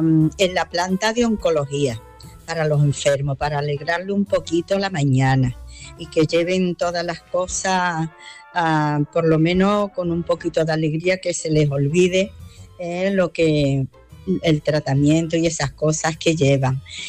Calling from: Algeciras, Andalusia, Spain; de Algeciras, que quería comentarte una cosita. Yo pertenezco a un grupo flamenco que se llama … de aquí de Algeciras

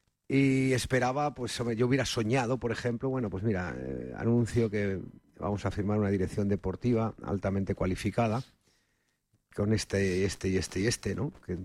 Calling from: Valencia, Valencian Community, Spain; Valencia estoy, sí, buenas tardes.

